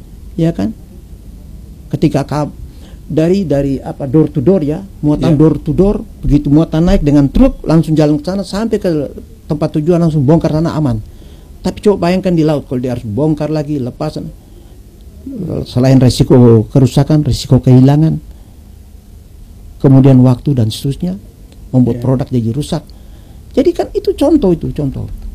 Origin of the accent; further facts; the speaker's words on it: Maluku, Indonesia; kita orang Maluku bangga